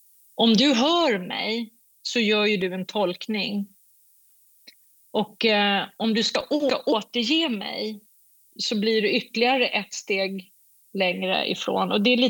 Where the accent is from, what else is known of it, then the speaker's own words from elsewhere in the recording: Sweden; Jag är en svensk kvinna.